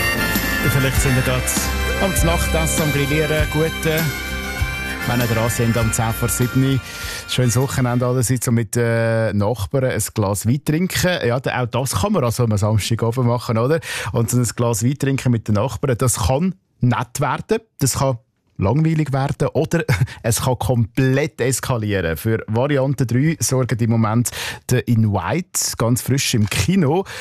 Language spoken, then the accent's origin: German; Switzerland; die Geschichte kommt mir als Schweizer ziemlich verdächtig vor.